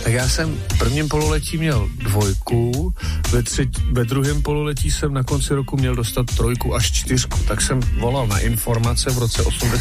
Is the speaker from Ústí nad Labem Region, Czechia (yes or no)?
yes; Ústí nad Labem, Ústí nad Labem Region, Czechia; also born or lived in Norway; Anglicky, jasně, a německy, protože jsem z Ústí.